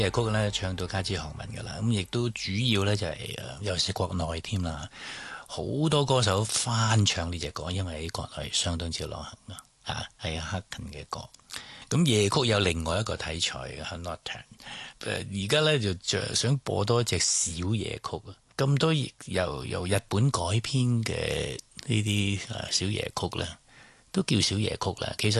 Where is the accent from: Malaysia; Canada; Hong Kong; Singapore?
Hong Kong